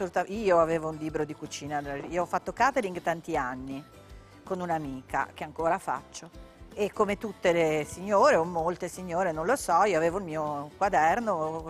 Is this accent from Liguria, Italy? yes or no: yes; Genoa, Liguria, Italy; Ho sempre vissuto, perché io ho una mamma genovese e un papà palermitano, ma ho sempre vissuto a Genova